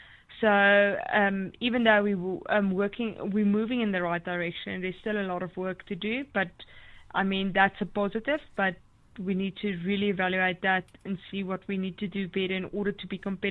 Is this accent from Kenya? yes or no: no; South Africa; especially being a South African